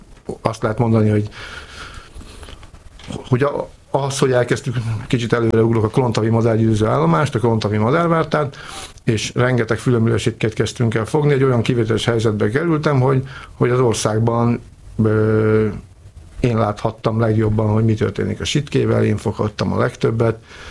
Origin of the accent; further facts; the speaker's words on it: Budapest, Hungary; én 16. kerületben nőttem föl, akkor az még egy kis szinte falu volt